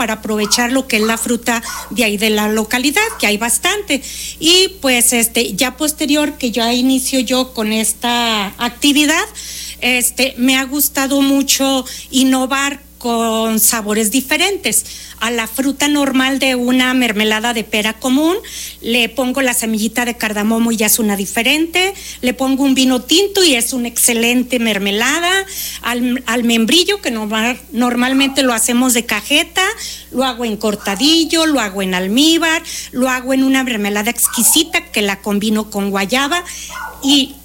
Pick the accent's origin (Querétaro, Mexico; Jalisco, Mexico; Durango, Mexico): Durango, Mexico; El Tambor; now in Santiago Papasquiaro, Mexico; en el rancho, en el Tambor, yo soy del Tambor, originaria del Tambor, ahí nací